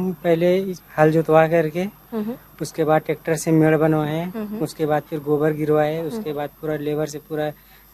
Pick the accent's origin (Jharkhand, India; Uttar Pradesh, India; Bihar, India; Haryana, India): Jharkhand, India; Patratu; कुड़ूड़ू Patratu.